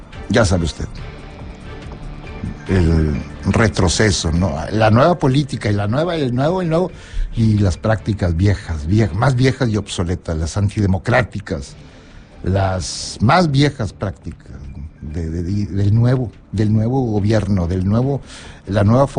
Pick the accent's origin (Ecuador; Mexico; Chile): Mexico; Nuevo León; Yo soy de Nuevo León. Pregúntenme a mí. Yo vivo en Nuevo León.